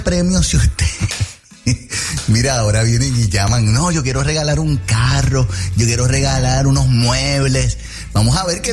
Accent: Puerto Rico; Liz es mexicana, yo soy boricua

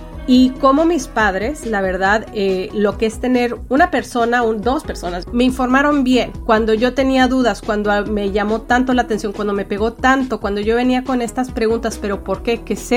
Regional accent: Ciudad Juárez, Chihuahua, Mexico; moved away; conocen al cantante … pues de ahí era él, y de ahí crecí yo.

